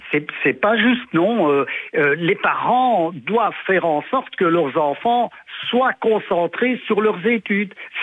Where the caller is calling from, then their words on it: Liège, Wallonia, Belgium; moi je suis de Liège